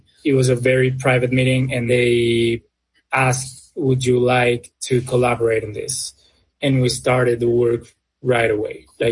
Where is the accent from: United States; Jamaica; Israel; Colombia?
Colombia; I'm a journalist from Colombia.